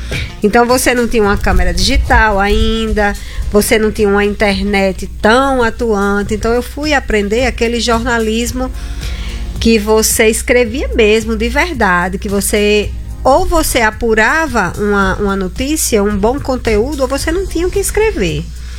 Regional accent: Mossoró, Rio Grande do Norte, Brazil; moved away as an adult; Eu sou de Mossoró

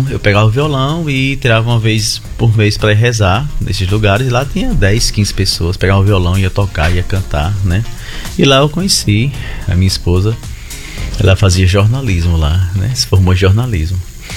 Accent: Patos, Paraíba, Brazil; moved away as an adult; now in Mossoró, Brazil; Eu sou de Patos, né? Próximo a Catolé do Rocha.

